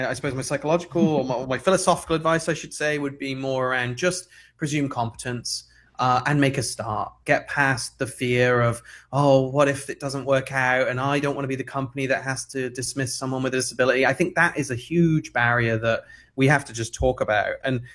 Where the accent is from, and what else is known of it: United Kingdom; accent: British; now in United States